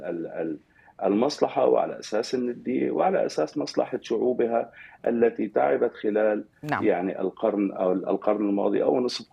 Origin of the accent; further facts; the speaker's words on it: Syria; اليوم نحن كسوريين نريد بناء دولة حقيقية،